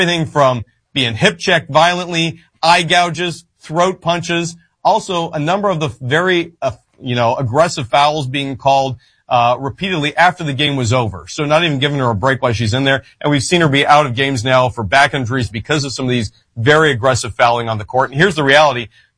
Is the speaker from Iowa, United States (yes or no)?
yes; Iowa, United States; we were able to pass 3 times the Save America Act in my home state of Iowa.